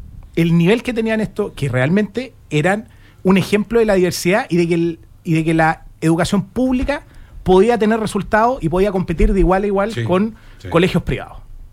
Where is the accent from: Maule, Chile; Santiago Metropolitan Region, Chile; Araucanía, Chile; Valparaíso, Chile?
Santiago Metropolitan Region, Chile; Santiago; yo soy de Santiago. Hice mi educación en Santiago.